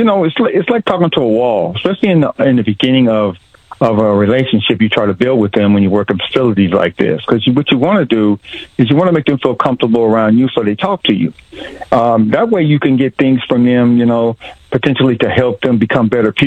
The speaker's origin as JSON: {"language": "English", "town": "Los Angeles", "region": "California", "country": "United States", "tie": "born or raised there", "said": "I'm from South Central Los Angeles originally, so. I grew up"}